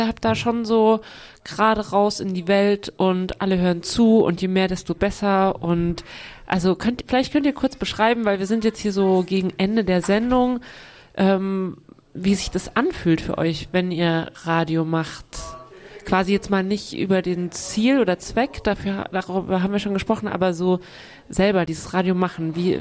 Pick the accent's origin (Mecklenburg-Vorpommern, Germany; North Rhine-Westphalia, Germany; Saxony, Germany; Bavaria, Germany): Saxony, Germany; Leipzig; Ich komme aus Leipzig